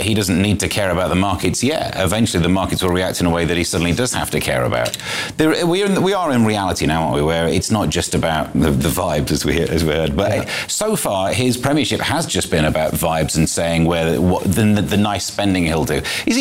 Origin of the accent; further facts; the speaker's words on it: Midlands, United Kingdom; Obviously, I'm from the Midlands.